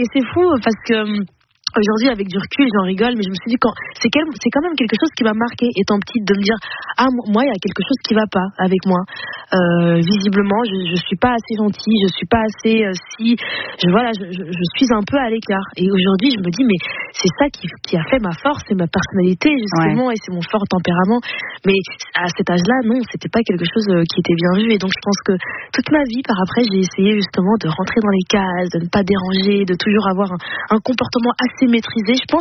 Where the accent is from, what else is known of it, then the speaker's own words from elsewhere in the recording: Flanders, Belgium; puisque moi j'ai grandi en Flandre, donc la partie flamande